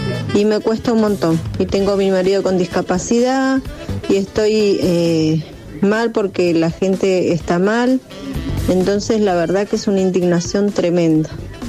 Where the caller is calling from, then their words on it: Luján, Buenos Aires Province, Argentina; de Luján.